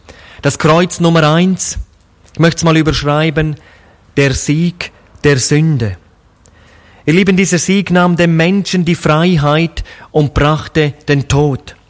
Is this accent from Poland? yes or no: no; Grisons, Switzerland; Da, wo ich herkomme aus der Schweiz, gibt es eine 284 Meter lange Eisenbahnbrücke, die über eine große Schlucht führt und somit zwei Dörfer, zwei Teile verbindet.